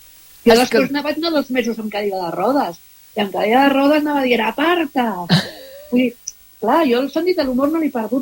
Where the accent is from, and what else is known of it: Barcelona, Catalonia, Spain